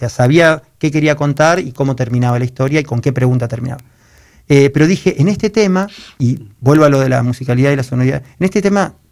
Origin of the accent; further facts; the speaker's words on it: Rosario, Santa Fe, Argentina; Soy rosarino.